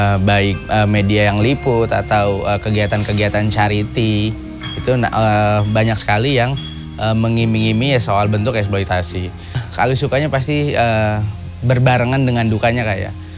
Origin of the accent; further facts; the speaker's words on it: Bekasi, West Java, Indonesia; born there; kita sudah terlanjur lahir di Bantar Gebang